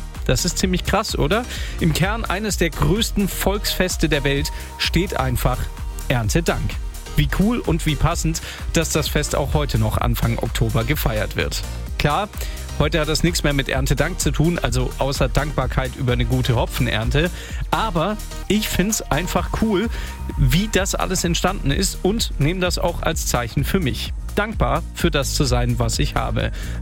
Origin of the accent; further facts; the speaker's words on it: Esslingen am Neckar, Baden-Württemberg, Germany; Aufgewachsen bin ich ja in Esslingen am Neckar. Das ist mit der Bahn so 10 Minuten vom Cannstatter Wasen, also quasi dem Stuttgarter Volksfestgelände, entfernt.